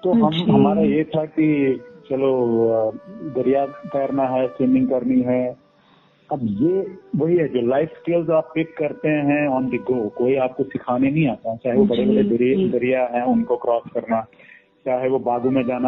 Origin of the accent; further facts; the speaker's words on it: Jammu and Kashmir, India; moved away; also born or lived in Warangal; पूरा बचपन मेरा बीता है वहाँ।